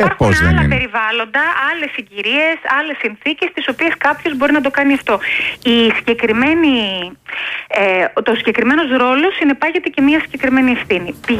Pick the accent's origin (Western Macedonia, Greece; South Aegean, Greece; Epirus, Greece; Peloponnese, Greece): Peloponnese, Greece; Ας συμφωνήσουμε ότι διαφωνούμε, που λένε στο χωριό μου στη Μάνη